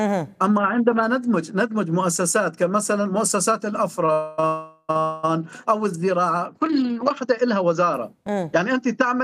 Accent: Syria; نحن كشعب سوري

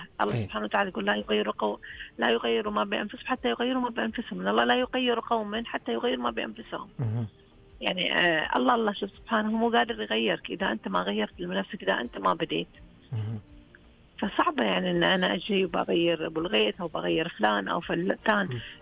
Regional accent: Saihat, Eastern Province, Saudi Arabia; accent: Sihati (Saihat dialect); also born or lived in Al-Jawf; أنا بجي أتكلم لهجة الرياض وأنا لهجتي سهاتية، ما بغيرها. أنا قعدت 7 سنين في الجوف يا أبو الغيث، خليتهم يتكلمون سهاتي

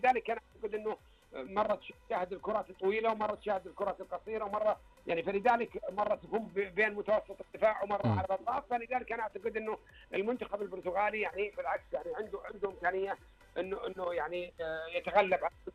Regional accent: Saudi Arabia

